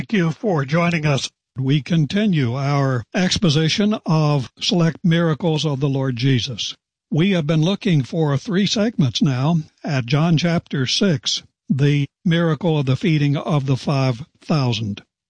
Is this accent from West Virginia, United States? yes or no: yes; West Virginia, United States; born there; There was a man in my home state of West Virginia